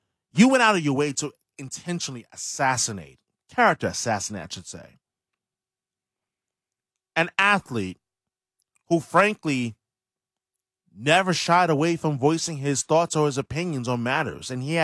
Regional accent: New York, United States; moved away; growing up in New York.

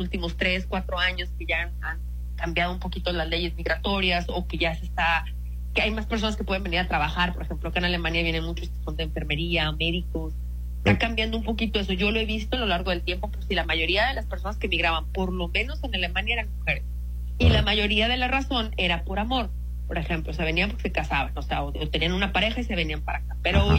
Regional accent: Mexico; moved away as an adult; now in Germany; yo soy mexicana

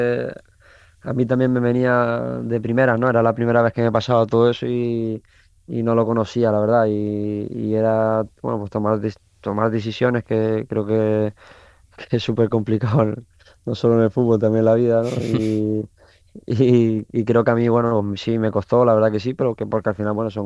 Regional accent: Canary Islands, Spain; also born or lived in Madrid; now in A Coruña, Spain; yo al final soy canario

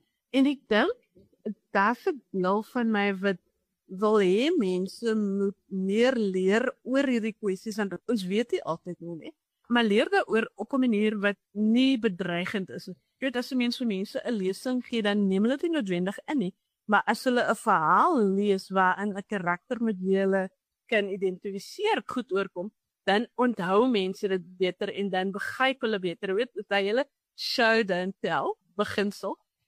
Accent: Grabouw, Western Cape, South Africa; moved away as an adult; Ek het op Grabouw groot geword waar ek nou weer bly. Ek was vir 'n lang tyd weg.

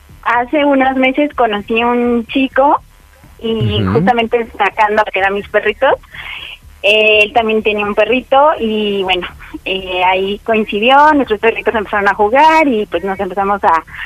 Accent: Mexico City, Mexico; Tengo 26 años, soy uh-huh. de aquí, de la Ciudad de México, de Iztapalapa.

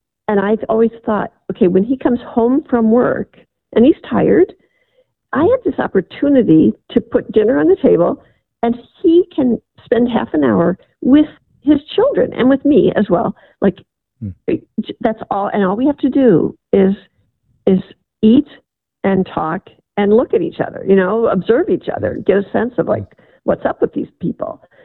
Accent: Midwest, United States; I grew up in the Midwest.

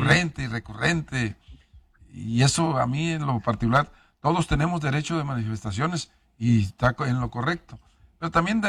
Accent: Mexico; Yo soy mexicano. De acá.

